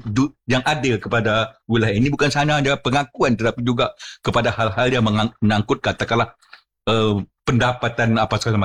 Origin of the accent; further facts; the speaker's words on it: Riau, Indonesia; kalau kita orang Riau ini pasti pernah dengar nama Koyan.